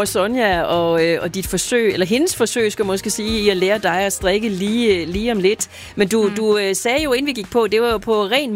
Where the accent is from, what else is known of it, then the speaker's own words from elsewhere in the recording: Central Denmark Region, Denmark; Altså, jeg stammer jo fra Kronjylland, så jeg er østjyde oprindeligt.